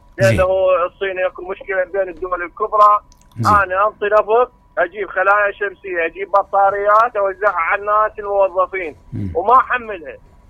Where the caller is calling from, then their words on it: Iraq; انا عراقي